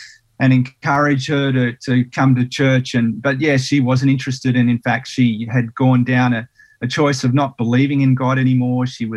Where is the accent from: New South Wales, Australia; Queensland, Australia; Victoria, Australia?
New South Wales, Australia; Sydney; also born or lived in Tasmania; Yeah, I was born in Sydney in New South Wales, and spent about 7 years there. Then we moved to Tassie for about 5 years, and we moved around a lot.